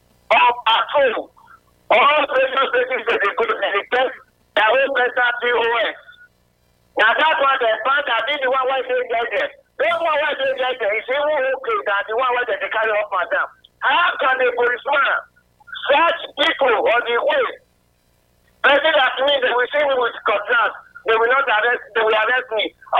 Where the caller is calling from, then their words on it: Koko, Delta, Nigeria; Yeah, I'm calling from Cocoa Delta State.